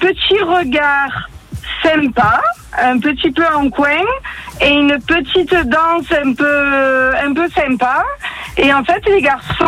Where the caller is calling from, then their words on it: Saint-Rémy-de-Provence, Provence-Alpes-Côte d'Azur, France; Alors je suis à Saint-Rémy-de-Provence, pour être exact.